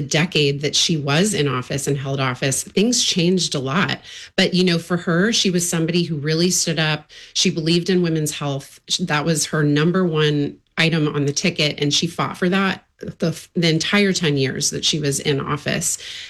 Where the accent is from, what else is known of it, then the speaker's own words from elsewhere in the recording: Texas, United States; moved away as an adult; I grew up in Texas and, you know, I left after college